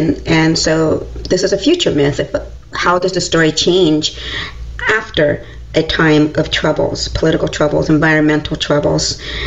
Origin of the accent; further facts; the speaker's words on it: Berkeley, California, United States; I grew up in Berkeley. I was born in 1972.